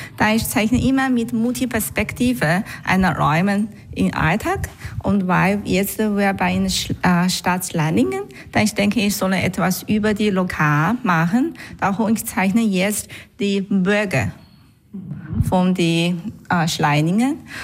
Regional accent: China; German is a second language; komme aus Sudan-China.

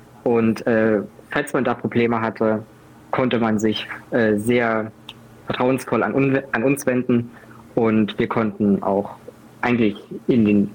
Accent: Heyerode, Thuringia, Germany; moved away as an adult; now in Leipzig, Germany; Ich bin 21 Jahre alt und ich komme aus Heirode. Das ist ganz in der Nähe von Eschwege, also noch in Thüringen. Ich wohne aktuell in Leipzig

